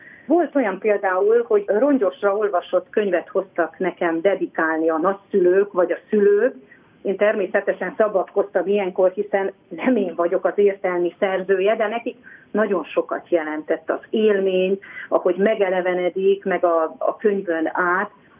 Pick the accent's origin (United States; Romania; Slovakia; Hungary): Romania; Kisbacon, Covasna; Ahogy említettem is, ott születtem Kisbaconban. Ott nőttem fel